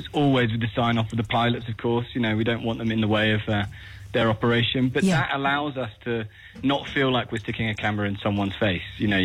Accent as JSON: {"language": "English", "country": "United Kingdom", "said": "we are British, as you can probably tell by my lovely voice"}